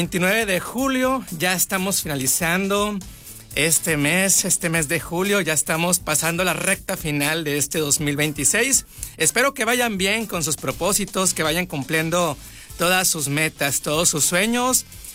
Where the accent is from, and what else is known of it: Culiacán, Sinaloa, Mexico